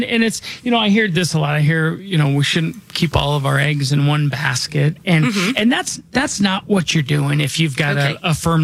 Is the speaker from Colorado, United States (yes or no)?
yes; Denver, Colorado, United States; I was born and raised here in Denver. I'm not just licensed here. This is where I call home.